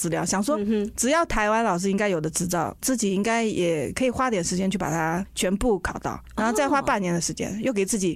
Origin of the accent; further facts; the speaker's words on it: Shanghai, China; moved away as an adult; now in Taiwan; 他不会像我们上海人